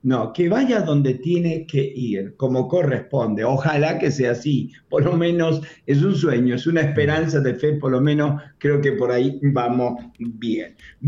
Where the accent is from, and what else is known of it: Argentina